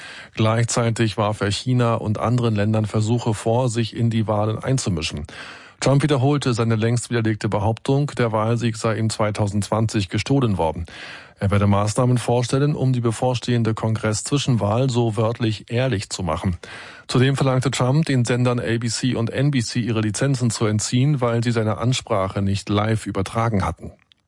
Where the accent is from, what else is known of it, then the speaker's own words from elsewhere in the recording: Mecklenburg-Vorpommern, Germany; Ich komme ja vom Müritz-Nationalpark und tatsächlich ist mein Dorf, aus dem ich komme, genau mehr oder weniger daneben.